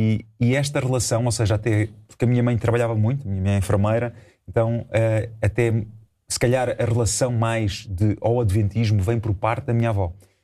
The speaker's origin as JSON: {"language": "Portuguese", "town": "Caldas da Rainha", "region": "Centro", "country": "Portugal", "tie": "born or raised there", "also_born_or_lived": "Lisbon", "said": "Eu nasci em Lisboa até aos meus 3 anos. Vivi com os meus pais até aí. Depois os meus pais separaram-se e eu fui viver para as Caldas."}